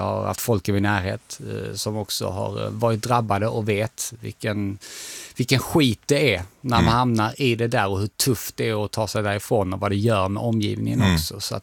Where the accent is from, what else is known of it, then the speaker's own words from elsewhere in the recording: Dalby, Skåne, Sweden; Jag är från Dalby, så en liten rivalby.